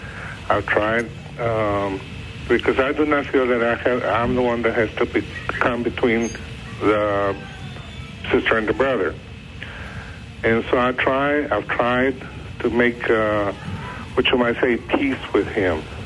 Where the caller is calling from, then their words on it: Texas, United States; I'm calling you from Texas.